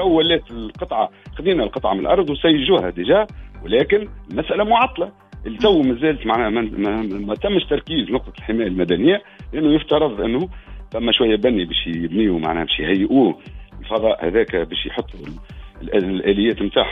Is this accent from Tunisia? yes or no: yes; Bizerte Governorate, Tunisia; وعنا سيدي على المكي هذه اللي تو صار فيها الحريق